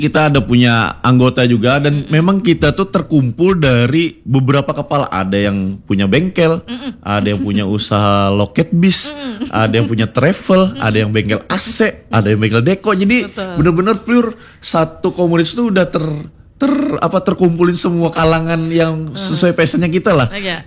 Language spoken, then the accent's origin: Indonesian; Palangkaraya, Central Kalimantan, Indonesia; born there; khususnya Kalimantan karena kan saya memang kelahiran Palangkaraya kan.